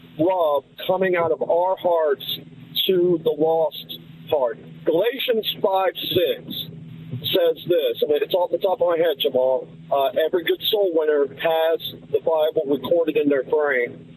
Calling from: Dayton, Ohio, United States; we have the same father, live in the same region of Ohio, the Dayton area.

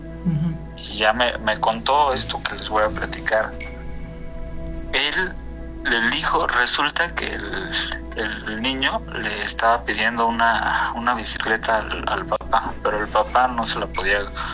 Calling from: Mexico City, Mexico; De la Ciudad de México.

